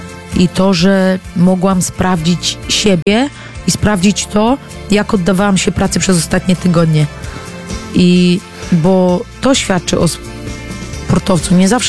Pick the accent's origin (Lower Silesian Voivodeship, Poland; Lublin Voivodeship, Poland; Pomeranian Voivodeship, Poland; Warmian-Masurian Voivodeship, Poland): Warmian-Masurian Voivodeship, Poland; Olsztyn; wychowałam się na dość sporym osiedlu olsztyńskim.